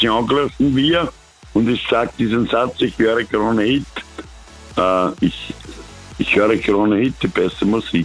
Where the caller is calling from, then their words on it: Lower Austria, Austria; Ich bin aus Kemmerton, links Niederösterreich.